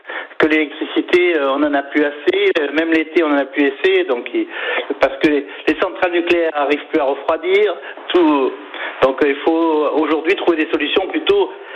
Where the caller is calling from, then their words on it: France; Moi, je suis à Poy.